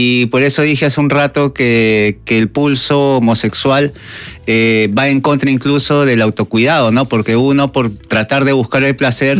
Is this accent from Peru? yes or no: yes; Lima, Peru; yo viví, como repito, viví hasta los 17 años, uh-huh, toda mi infancia en Comas, en Retablo, y mi jardín de juegos era Coyique